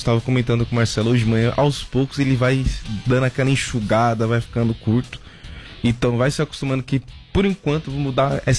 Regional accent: Brazil; eu, como um bom brasileiro

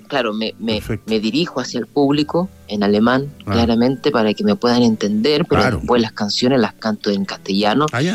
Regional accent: Renca, Santiago Metropolitan Region, Chile; born or raised there

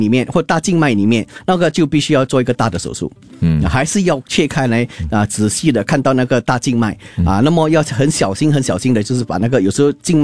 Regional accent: Singapore; 我们其实新加坡人都爱吃这是我们的饮食文化

